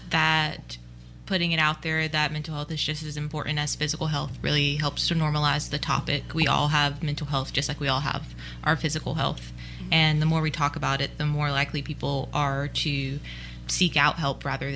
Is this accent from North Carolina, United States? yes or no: yes; Belvoir, North Carolina, United States; I also grew up here in Pitt County. I grew up in Belvoir, and Brianna and I actually went to the same high school. So we both went to North Pitt High School.